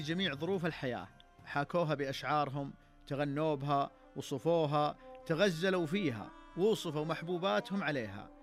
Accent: Saudi Arabia; قدمونا كسعوديين

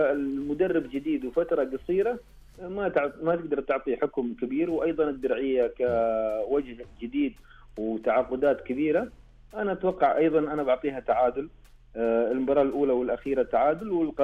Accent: Saudi Arabia; أنا لو سألتني بشكل شخصي كسعودي

